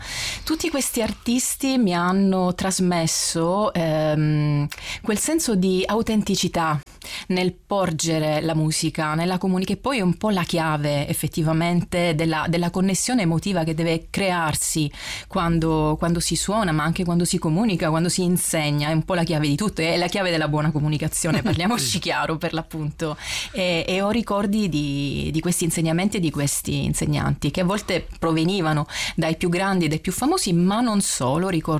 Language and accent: Italian; Reggio Calabria, Calabria, Italy; il Conservatorio Cilea di Reggio Calabria, mia città natale e attuale.